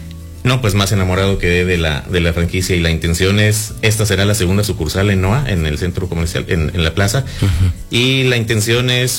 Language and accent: Spanish; Aguascalientes, Mexico; yo buscando inversión y traer inversión para Aguascalientes, de donde soy originario, pues salió la opción.